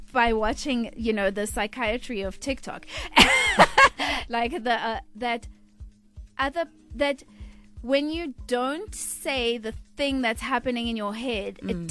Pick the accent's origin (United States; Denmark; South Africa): South Africa; Pretoria, Gauteng; growing up in Pretoria.